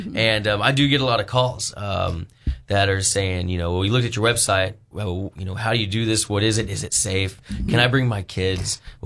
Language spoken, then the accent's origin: English; Arkansas, United States; moved away as an adult; also born or lived in Colorado; I came back home from Arkansas.